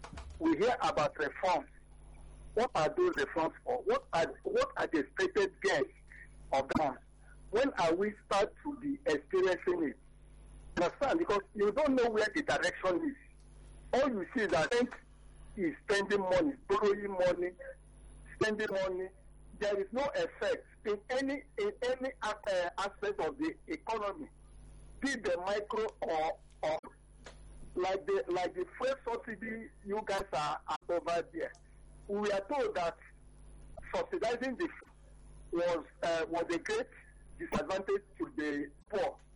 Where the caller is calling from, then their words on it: Ebelego, Nigeria; I'm calling from Ebelego.